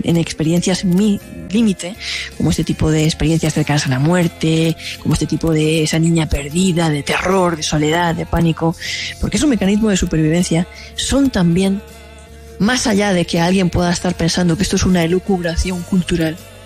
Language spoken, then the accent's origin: Spanish; Spain; moved away as an adult; now in Colombia; en mi país, España